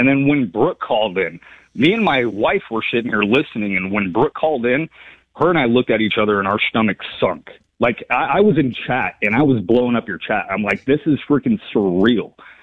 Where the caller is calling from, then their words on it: Arizona, United States; calling from Arizona.